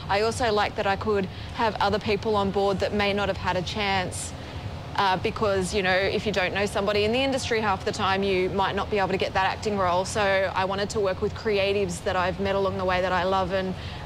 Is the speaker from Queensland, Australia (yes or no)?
no; Sydney, New South Wales, Australia; And it's growing up in Western Sydney.